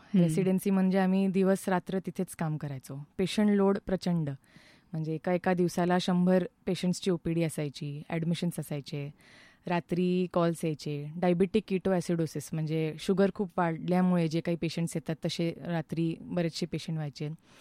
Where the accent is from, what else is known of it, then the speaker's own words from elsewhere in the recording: Ahilyanagar, Maharashtra, India; also born or lived in Loni / Nagpur / Mumbai; माझं बालपण, माझं शिक्षण 10वी-12वी नगरमध्येच झालं आहे.